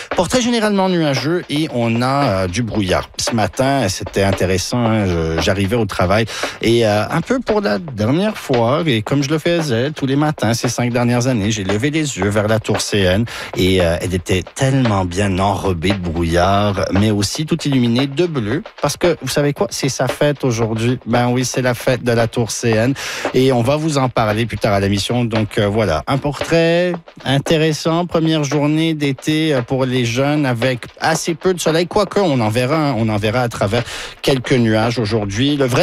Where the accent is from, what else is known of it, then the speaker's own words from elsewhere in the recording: Toronto, Ontario, Canada; born there; moi j'ai grandi à Toronto, je suis là depuis 96